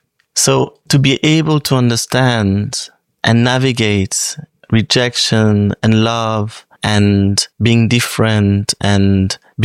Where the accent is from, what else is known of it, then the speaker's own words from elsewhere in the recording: Romandy, Switzerland; I am from the French part of Switzerland